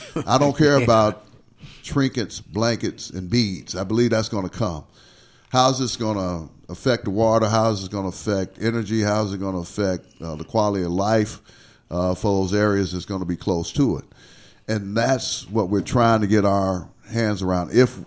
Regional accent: Wrightsville, Arkansas, United States; now in Little Rock, United States; I'm from Wrightsville, so I certainly still have concerns about how that area is developed. But certainly, as living in Little Rock now, and as a representative of Ward 1

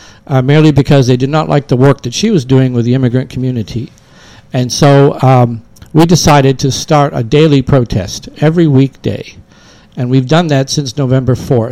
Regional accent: United States; as an American, as a Christian, as a person of faith.

